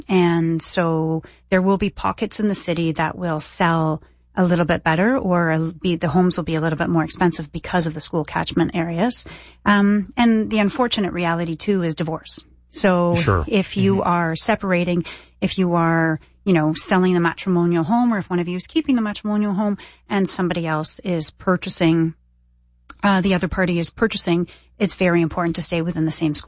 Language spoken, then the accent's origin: English; Toronto, Ontario, Canada; now in Stittsville, Canada; Right, I've lived in Stittsville longer than I've lived anywhere in my life, though I still say I'm from Toronto.